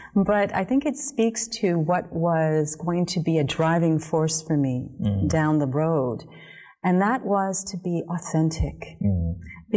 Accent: Calgary, Alberta, Canada; born or raised there

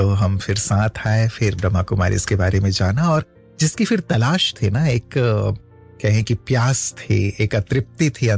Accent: Ambikapur, Chhattisgarh, India; also born or lived in Bilaspur, Chhattisgarh; तो बिलासपुर में रहना हुआ, उसके बाद पिताजी का ट्रांसफर हो गया तो हम अंबिकापुर चले गए, वो भी छत्तीसगढ़ में ही है। तो वहीं मेरी स्कूलिंग आदि सभी अंबिकापुर में ही हुई।

